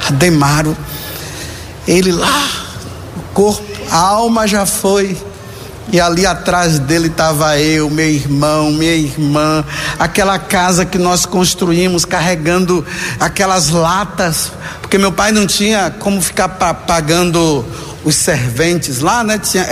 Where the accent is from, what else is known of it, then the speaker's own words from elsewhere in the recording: Bahia, Brazil; Mas eu sou baiano, tem gente que acha que eu sou capixaba, outros acham que eu sou de Santo. Não, eu sou baiano.